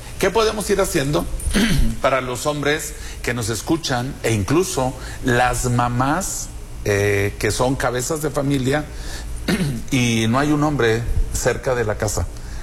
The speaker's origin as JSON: {"language": "Spanish", "town": "Zaragoza", "region": "Coahuila", "country": "Mexico", "tie": "born there", "moved": "yes", "lives_now": "Piedras Negras, Mexico", "said": "yo vengo también de Zaragoza, mi familia viene de Zaragoza, de campo, de rancho, de animales, del monte."}